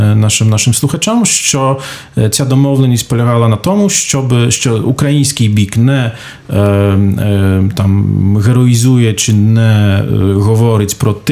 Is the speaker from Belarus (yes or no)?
no; Poland; наскільки мені можна виступати як звичайний поляк